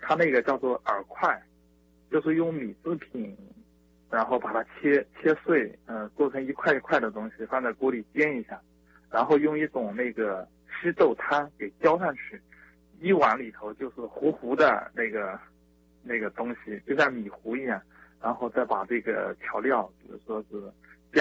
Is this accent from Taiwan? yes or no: no; Zhejiang, China; 听说我是浙江人